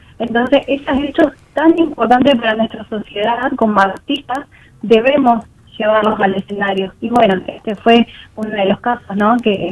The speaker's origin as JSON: {"language": "Spanish", "town": "28 de Noviembre", "region": "Santa Cruz", "country": "Argentina", "tie": "born or raised there", "said": "En mi caso siempre digo que yo soy carbonera y también soy de Ciudad de 28 de Noviembre, que es la capital provincial del cóndor andino"}